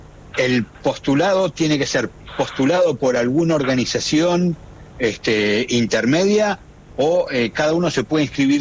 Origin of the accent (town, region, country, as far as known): Tierra del Fuego, Argentina; born or raised there; also born or lived in Río Grande; now in Ushuaia, Argentina